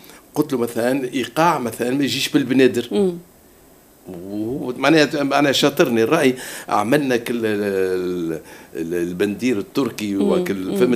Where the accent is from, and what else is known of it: Tunisia